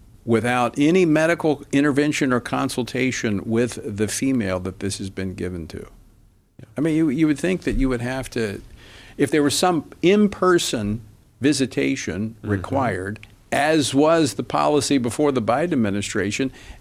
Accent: Louisiana, United States; which is back in my home state of Louisiana

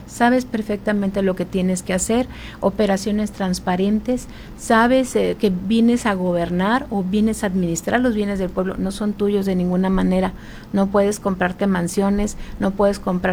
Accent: Tijuana, Baja California, Mexico; born there; yo nací aquí en Tijuana. Entiendo esto de vivir en dos países

